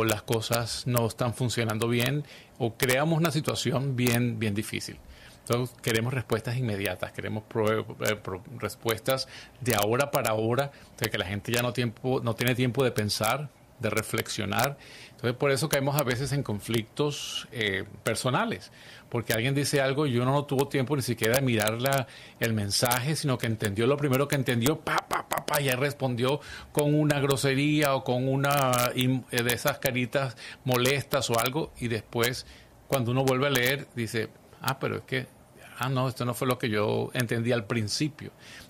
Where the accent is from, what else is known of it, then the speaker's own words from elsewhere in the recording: Caracas, Capital District, Venezuela; Yo recuerdo siendo pues ya adulto joven en Caracas, en Venezuela, de donde soy natural, pues no teníamos teléfonos celulares.